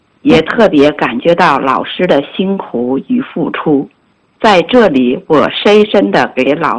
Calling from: Tianjin, China; 我是来自天津市西青区，

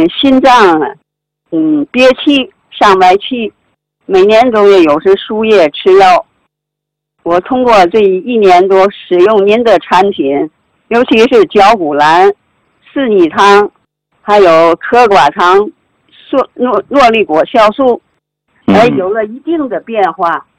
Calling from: Tianjin, China; 我是天津的，是您的新的学员。今年75岁，是1951年，出生，农历10月21，

